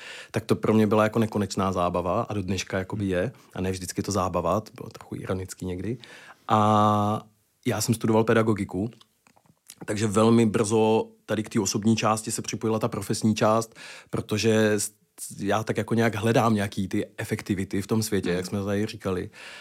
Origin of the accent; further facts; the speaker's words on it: Zlín Region, Czechia; A já jsem kluk z Valašska